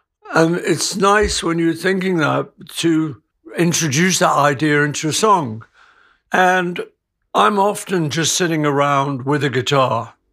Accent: England, United Kingdom; I'm English

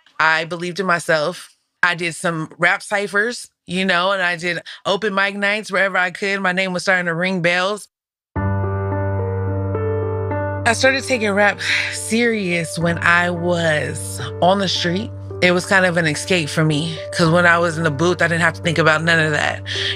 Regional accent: San Jose, California, United States; I am from San Jose, California, and I am a Christian rapper who pushes kingdom music.

